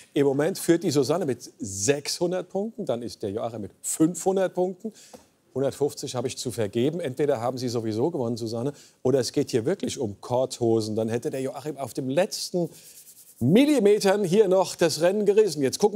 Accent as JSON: {"language": "German", "town": "Offenbach am Main", "region": "Hesse", "country": "Germany", "tie": "born or raised there", "said": "Und das sage ich Ihnen als gebürtiger Offenbacher."}